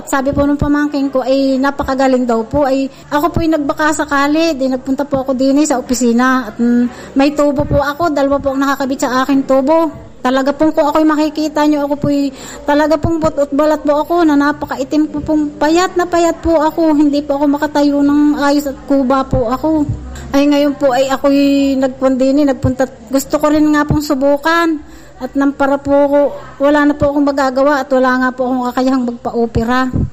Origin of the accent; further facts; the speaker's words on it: Calapan, Mimaropa, Philippines; na 50 taon na po ako at taga Puting Tubig po ako, Calapan City.